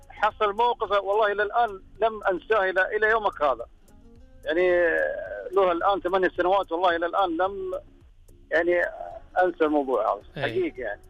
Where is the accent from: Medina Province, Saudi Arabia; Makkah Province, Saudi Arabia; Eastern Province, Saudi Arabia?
Medina Province, Saudi Arabia; Medina; من مدينة منورة.